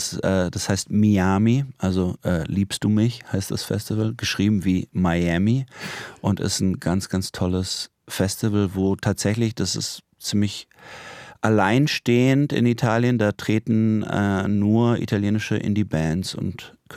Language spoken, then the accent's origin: German; Germany; wir Deutschen